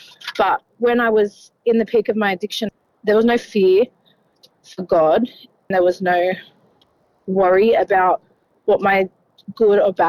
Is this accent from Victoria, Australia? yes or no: no; Illawarra, New South Wales, Australia; I've got two brothers and four sisters. We grew up down south in the Illawarra. We were a happy family. Everything was, like a normal Lebanese family.